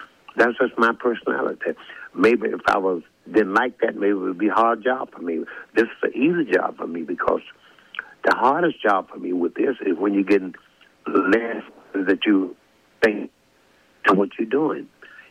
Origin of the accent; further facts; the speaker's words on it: Arkansas, United States; born there; moved away; it makes me feel good to be back in my home state.